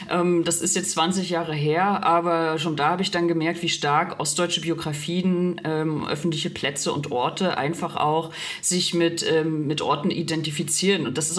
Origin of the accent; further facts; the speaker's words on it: Rostock, Mecklenburg-Vorpommern, Germany; ich bin in Rostock groß geworden